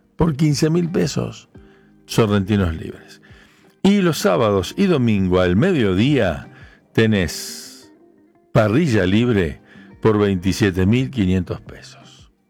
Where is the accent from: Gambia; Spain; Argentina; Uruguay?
Argentina; Villa Cañas, Santa Fe; Y la verdad que, bueno, soy de Villa Cañas y los escucho siempre.